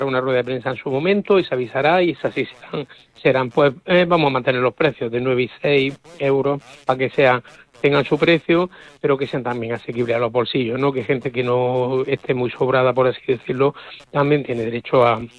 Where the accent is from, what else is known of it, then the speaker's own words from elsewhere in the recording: Motril, Andalusia, Spain; nosotros somos motrileños para motrileños